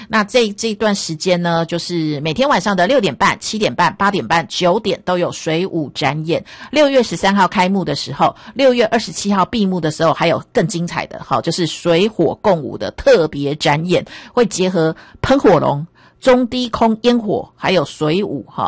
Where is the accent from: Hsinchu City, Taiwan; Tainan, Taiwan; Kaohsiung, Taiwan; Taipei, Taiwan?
Taipei, Taiwan; 好，身为台北人，你知道什么叫做溪口码头吗？